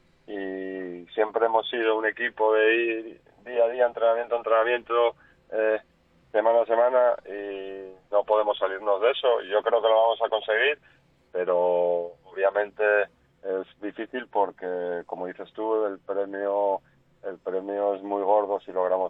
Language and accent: Spanish; Cantabria, Spain; yo soy cántabro, jugué varios años en tercera y en Cantabria